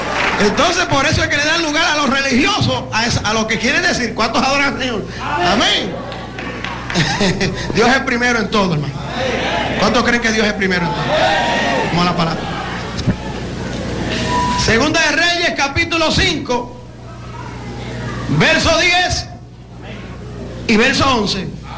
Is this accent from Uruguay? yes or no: no; Puerto Rico; yo era el único puertorriqueño